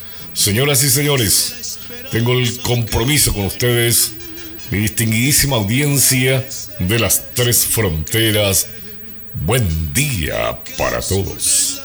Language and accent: Spanish; Asunción, Paraguay; En mi niñez en Asunción, yo vendía periódicos, era canillita, era lustrabota, vendedor de caramelo